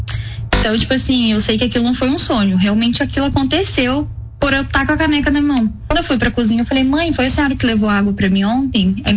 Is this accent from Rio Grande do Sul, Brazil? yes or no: no; Cachoeira Paulista, São Paulo, Brazil; eu sou de Cachoeira Paulista